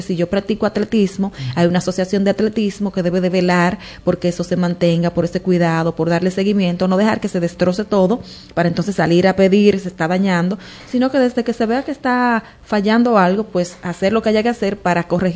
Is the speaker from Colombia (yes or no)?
no; Dominican Republic